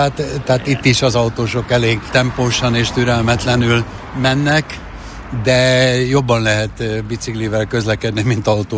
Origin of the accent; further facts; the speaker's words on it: Hungary; moved away as an adult; now in Vienna, Austria; Tehát, mint magyar ember vagyok jelen Bécsben